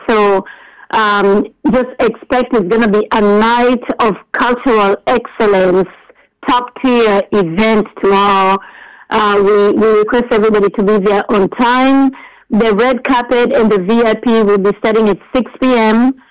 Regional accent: Kenya; now in Las Vegas, United States; I'm originally from Kenya. That's in East Africa.

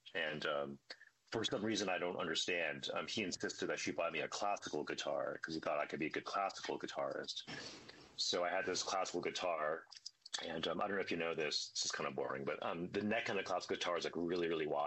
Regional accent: United States; moved away as an adult; also born or lived in Scotland; now in New York, United States; I'm American, you know, literally off the boat or off the plane.

